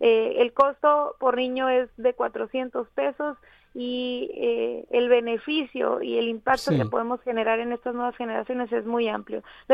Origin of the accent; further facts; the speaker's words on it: Mexico; esa es una creencia errónea que tenemos como mexicanos